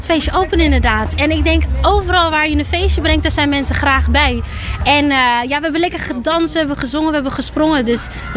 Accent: Rotterdam, South Holland, Netherlands; born there; Ik kom officieel uit Rotterdam geboren.

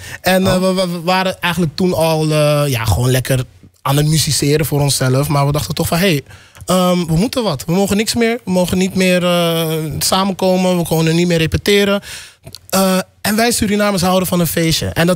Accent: Almere, Flevoland, Netherlands; Want volgens mij zeg ik heel vaak dat we uit Almere komen. En maken we ook heel vaak reclame voor Almere. Waar andere mensen denken, Almere, daar wil ik niet. Maar wij zijn trotse Almeerders.

